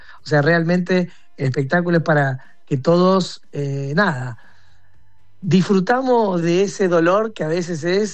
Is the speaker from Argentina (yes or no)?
yes; Rosario, Santa Fe, Argentina; now in Buenos Aires, Argentina; yo soy de Rosario, vivo en Buenos Aires